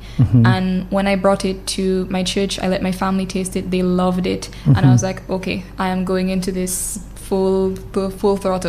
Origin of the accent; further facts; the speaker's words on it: Dominica; I'm from Tarashpit.